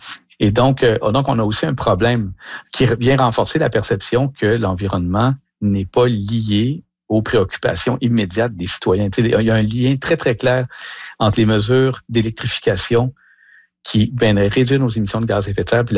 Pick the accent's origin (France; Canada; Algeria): Canada; mais aussi chez nous au Canada, hein